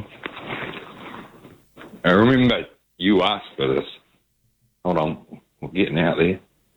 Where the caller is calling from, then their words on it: Christchurch, Canterbury, New Zealand; Oh, it's diabolical here in Christchurch.